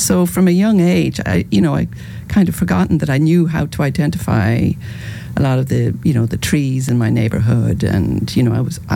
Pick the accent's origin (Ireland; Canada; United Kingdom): Ireland; Tullamore, County Offaly; I grew up in a place called Tullamore, right in the middle of Ireland, so in Offaly County.